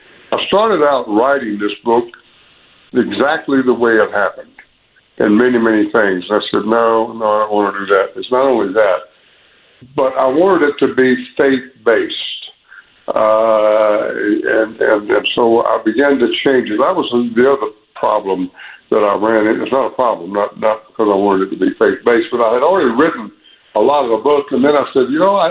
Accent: Quitman, Georgia, United States; my life growing up in South Georgia, in Quitman, Georgia, just outside of Valdosta, Georgia. People know where that is. I grew up there

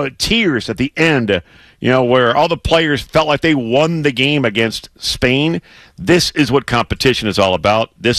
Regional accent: Louisiana, United States; Then our guy Freddie's driving up to my home state of Louisiana right now.

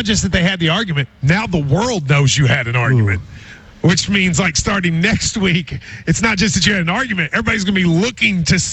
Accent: Middlesboro, Kentucky, United States; I mean, I grew up in Middlesbrough.

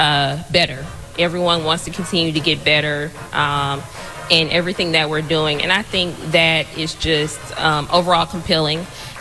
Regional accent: Jackson, Mississippi, United States; moved away as an adult; now in Nashville, United States; Yeah, absolutely. I'm from Jackson, Mississippi. Like Nick said, I went to college at Jackson State.

